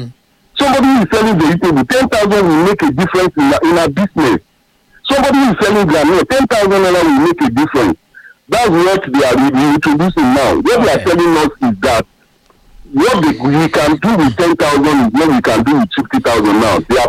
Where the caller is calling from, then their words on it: Ikeja, Lagos, Nigeria; I'm calling from Ikeja.